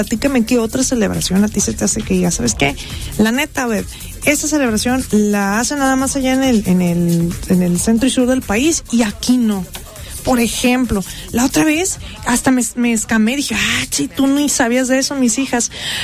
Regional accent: Mexico

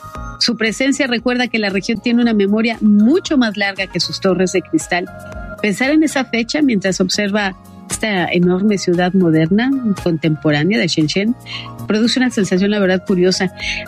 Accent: Mexico

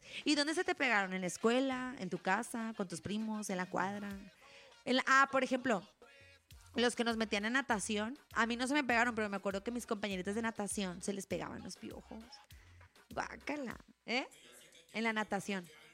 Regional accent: Monterrey, Nuevo León, Mexico; porque somos regios

